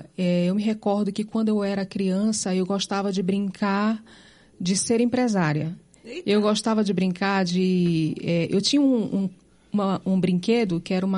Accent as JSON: {"language": "Portuguese", "town": "Manaus", "region": "Amazonas", "country": "Brazil", "tie": "born there", "moved": "as an adult", "lives_now": "Curitiba, Brazil", "said": "Sou nascida em Manaus, do Amazonas."}